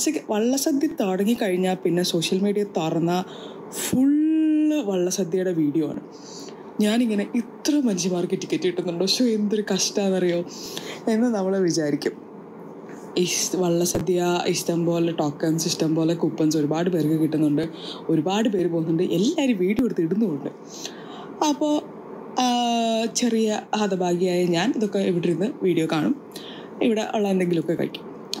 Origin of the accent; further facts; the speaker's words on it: Pathanamthitta, Kerala, India; moved away; ഞാനൊരു പത്തനംതിട്ടക്കാരി ആയതുകൊണ്ട് തന്നെ ഉത്രട്ടാതി വള്ളംകളി എനിക്ക് ഭയങ്കര സ്പെഷ്യലാണ്.